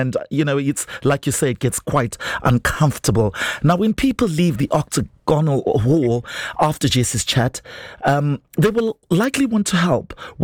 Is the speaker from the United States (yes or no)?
no; Zimbabwe; now in United Kingdom; I'm originally from Zimbabwe and I had acclimatized to the cold. I'm struggling with the heat and I'm from a tropical, you know, savannah.